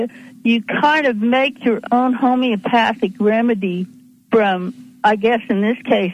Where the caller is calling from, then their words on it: Kansas, United States; … in Kansas.